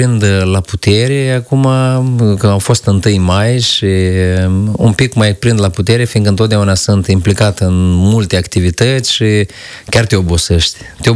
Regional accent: North, Romania; Eu sunt de la Nord, când concertez la Nord, cu siguranță cei de la Nord vor să asculte ceva din așa

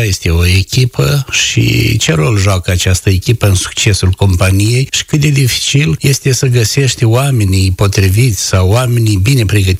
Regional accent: Moldova

